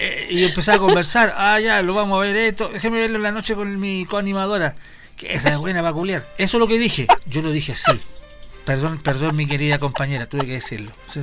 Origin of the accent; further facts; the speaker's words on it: Chile; Pero nosotros que somos americanos, chilenos sobre todo